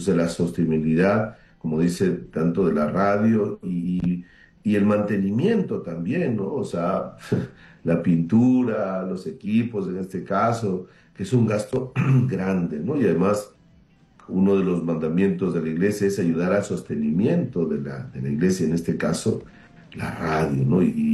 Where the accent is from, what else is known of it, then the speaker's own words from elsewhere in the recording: Tumbes, Peru; now in Lima, Peru; Y yo vivía acá en Lima, porque soy de Tumbes.